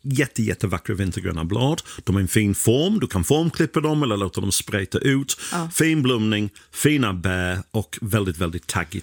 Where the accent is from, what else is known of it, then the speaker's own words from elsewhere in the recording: England, United Kingdom; Swedish is a second language; now in Sweden; när jag var liten i England